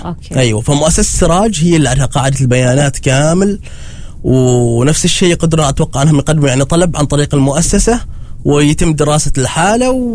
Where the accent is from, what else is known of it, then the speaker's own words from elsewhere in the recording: Oman; نحن كمجتمع عماني